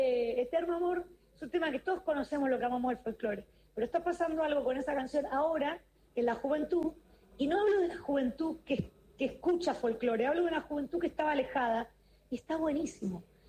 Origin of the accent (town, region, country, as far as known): Santa Fe, Argentina